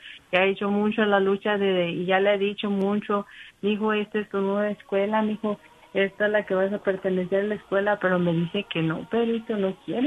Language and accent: Spanish; Miguel Auza, Zacatecas, Mexico; porque yo soy de Miguel Auza, Zacatecas, Pedrito, y ahorita se está inundando, Pedrito